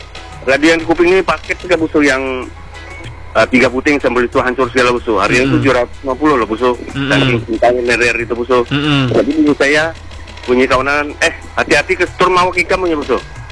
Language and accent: Indonesian; North Sumatra, Indonesia; Dulu saya bukan. Saya dari Sumatera Utara.